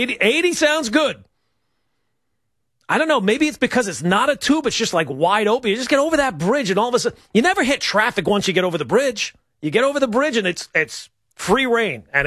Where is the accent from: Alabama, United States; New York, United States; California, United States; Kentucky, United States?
New York, United States; Long Island; also born or lived in Queens, New York; now in New Jersey, United States; I was born in Queens. I grew up on Long Island, and now I live in Jersey.